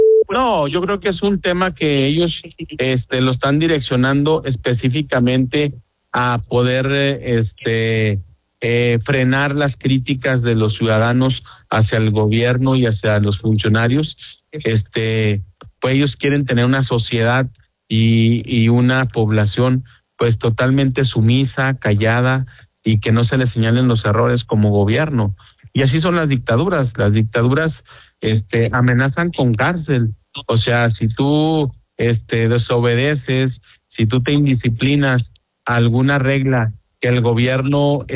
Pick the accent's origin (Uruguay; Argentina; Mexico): Mexico